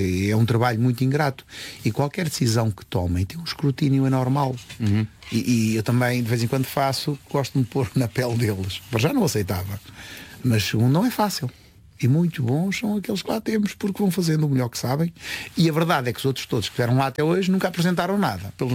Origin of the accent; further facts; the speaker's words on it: Portugal; Nós nascemos em Portugal há 50 gerações, desde Tomar para agora.